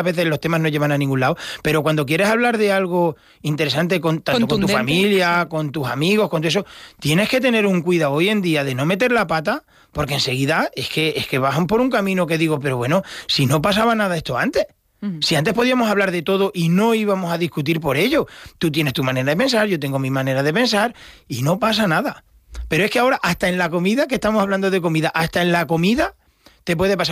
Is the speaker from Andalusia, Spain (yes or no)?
no; El Puente del Arzobispo, Castilla-La Mancha, Spain; born or raised there